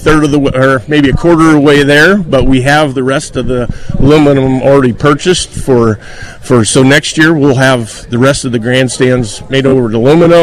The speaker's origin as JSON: {"language": "English", "town": "Hermiston", "region": "Oregon", "country": "United States", "tie": "born or raised there", "also_born_or_lived": "Pendleton", "said": "grew up in this community. I'm from Hermiston"}